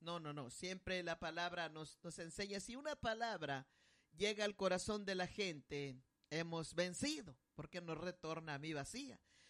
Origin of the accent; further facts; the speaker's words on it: Mexico; Yo soy de México, no creas, amén. Yo soy de México